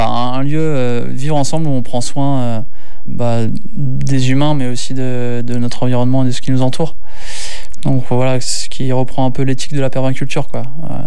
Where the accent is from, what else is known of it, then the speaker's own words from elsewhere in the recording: northern France, France; now in Charente, France; Ouais, donc effectivement, j'ai grandi dans le nord, mais un stage de fin d'études m'a amené à vivre en Charente